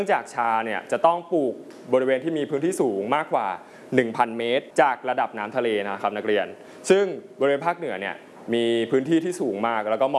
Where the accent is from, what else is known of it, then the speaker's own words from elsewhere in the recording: Ang Thong, Thailand; คุณครูเป็นคนจังหวัดอะไรครับทราบไหมจังหวัดอ่างทองครับ